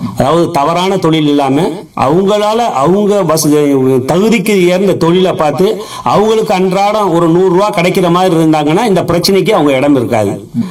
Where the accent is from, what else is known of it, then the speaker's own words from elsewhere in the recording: Pamban, Tamil Nadu, India; நான் பிறந்தது வளர்ந்தது எல்லாமே ராமேஸ்வரம் தீவு தானே, என் பாட்டையும் பூட்டையும் முப்பாட்டையும் எல்லாமே ராமேஸ்வரத்துல தான், பாமன்ல தான் பிறந்தோம், ஒரே தெருல தான் பிறந்தோம், இடமும் ஒரே இடம் தான்.